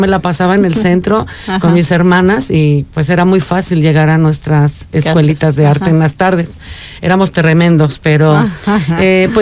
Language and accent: Spanish; Querétaro, Mexico; Yo soy queretana de corazón